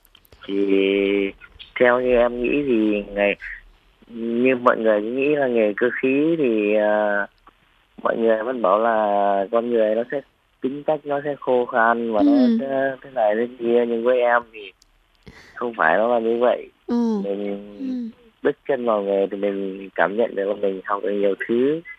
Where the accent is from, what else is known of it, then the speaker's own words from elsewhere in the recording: Thanh Hoa, Vietnam; now in Hung Yen, Vietnam; Em ở Thanh Hóa chị ạ.